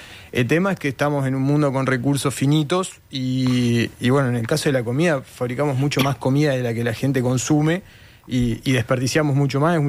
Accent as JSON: {"language": "Spanish", "region": "Rocha", "country": "Uruguay", "tie": "born or raised there", "moved": "yes", "lives_now": "Maldonado, Uruguay", "said": "yo soy surfista de ahora de Maldonado, pero me crié en Rocha"}